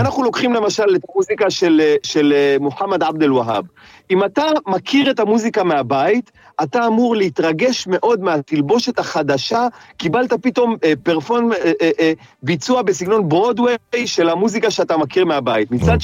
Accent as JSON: {"language": "Hebrew", "town": "Jerusalem", "region": "Jerusalem District", "country": "Israel", "said": "אנחנו יושבים בתיאטרון ירושלים, ירושלמים גאים."}